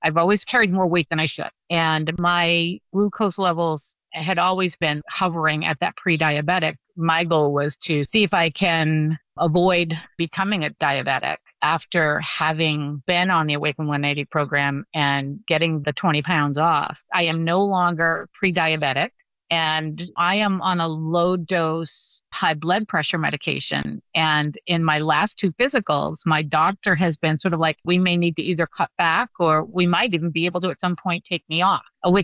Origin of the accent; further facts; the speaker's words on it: Newburyport, Massachusetts, United States; from Newburyport.